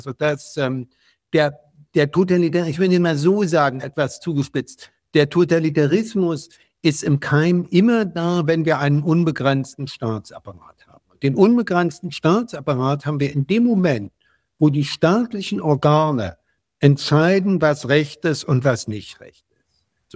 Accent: Berlin, Germany; born or raised there

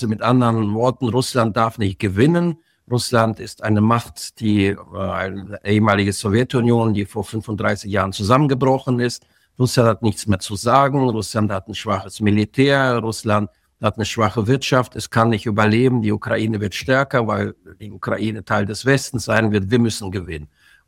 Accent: Germany; als Deutsche

